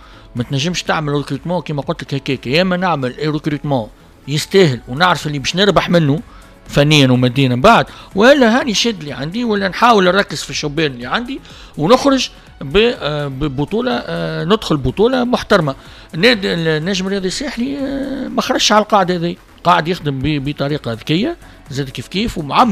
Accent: Tunisia; كتونسي ونادي رياضي الصفاقسي

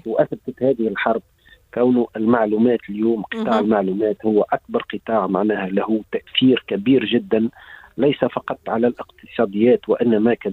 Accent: Tunisia; أنا نحلم من حقي كتونسي

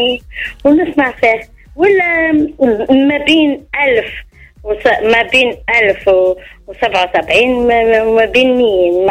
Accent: Haffouz, Kairouan Governorate, Tunisia; مش ولاد حفوز، حفوز بيت القيروان.

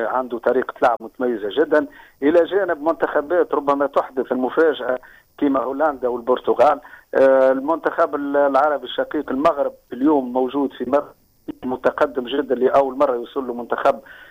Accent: Tunisia; انا معناها كتونسي وكعربي

